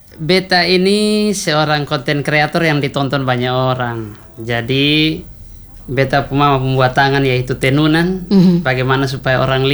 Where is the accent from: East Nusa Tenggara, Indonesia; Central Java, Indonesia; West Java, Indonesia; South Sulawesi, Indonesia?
East Nusa Tenggara, Indonesia; beta selalu berusaha untuk beta tonjolkan ini beta pun budaya, ini beta orang NTT.